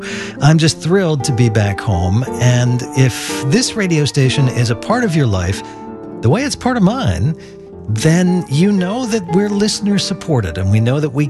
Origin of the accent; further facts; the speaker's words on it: Portland, Oregon, United States; also born or lived in New York City; Yeah, I grew up here in Portland. I spent about 20 years living in New York City